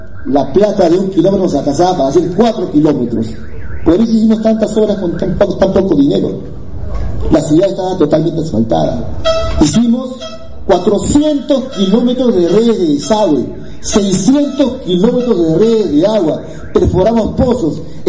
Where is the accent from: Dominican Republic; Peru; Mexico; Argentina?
Peru; Tacna; El pueblo de Tacna me dio la oportunidad de ser alcalde el año 2010